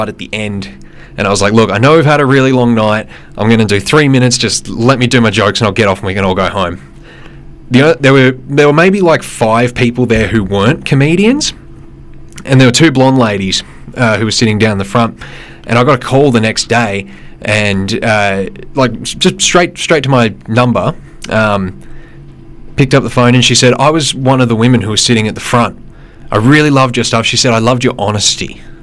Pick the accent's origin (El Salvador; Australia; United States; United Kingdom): Australia; Ulverstone, Tasmania; moved away as an adult; now in Canada; we were performing in Ulverston, which is on the northwest coast. It's it's basically my hometown. We grew up on a farm just outside of it.